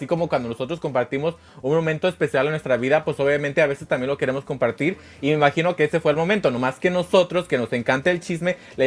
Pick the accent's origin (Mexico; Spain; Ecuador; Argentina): Mexico